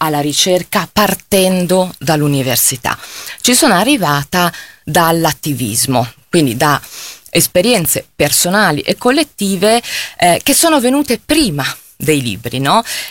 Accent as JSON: {"language": "Italian", "town": "Milan", "region": "Lombardy", "country": "Italy", "tie": "born or raised there", "moved": "as an adult", "lives_now": "Hamburg, Germany", "said": "sono nata a Milano, che sento profondamente, diciamo, come la mia città, qui sono cresciuta, qui ho le mie ho costruito le mie amicizie più importanti e soprattutto le esperienze politiche che mi hanno formata."}